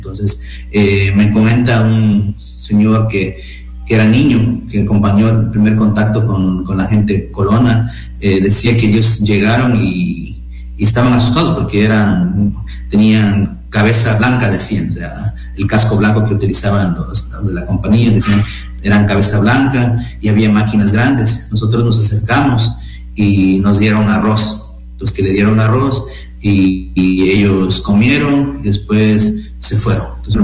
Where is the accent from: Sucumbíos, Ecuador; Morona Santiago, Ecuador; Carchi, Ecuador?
Sucumbíos, Ecuador; nosotros como pueblos ecuatorianos y peor como pueblos amazónicos.